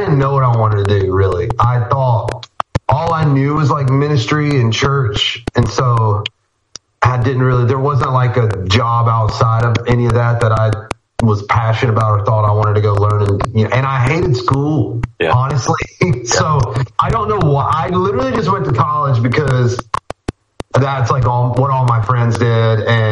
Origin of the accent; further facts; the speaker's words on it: North Carolina, United States; I grew up in North Carolina, and my dad's a pastor